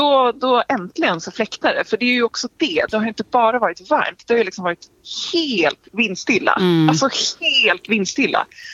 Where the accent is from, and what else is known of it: Sweden